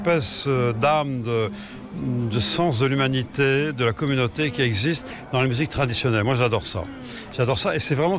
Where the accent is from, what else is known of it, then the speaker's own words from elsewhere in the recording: France; Je suis français d'origine, donc en plus, pour moi, évidemment, je suis fasciné par tout le monde traditionnel.